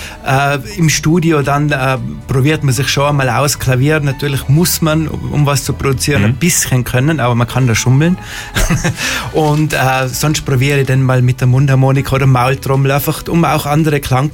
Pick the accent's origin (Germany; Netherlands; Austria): Austria; Bach, Tyrol; Also ich komme auch aus Bach im Lechtal und da kennt sich jeder. Wir sind eine Gemeinde mit 600 Seelen.